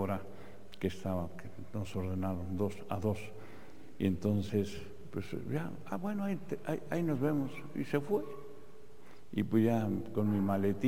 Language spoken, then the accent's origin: Spanish; Mexico City, Mexico; born there; la parroquia donde yo nací, en esa colonia Ampliación Casas Alemán